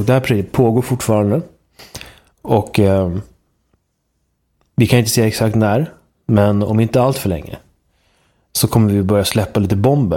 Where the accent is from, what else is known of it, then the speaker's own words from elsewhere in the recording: Sweden; det är väldigt roligt som svensk